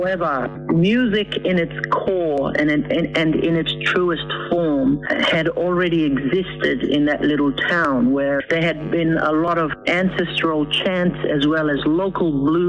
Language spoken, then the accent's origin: English; Papua New Guinea; moved away; a little town where I grew up in Papua New Guinea.